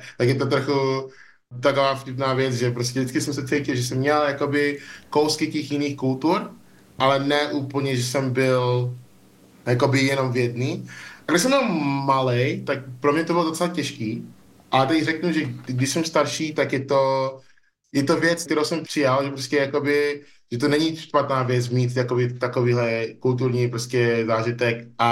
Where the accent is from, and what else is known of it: Nigeria; now in Czech Republic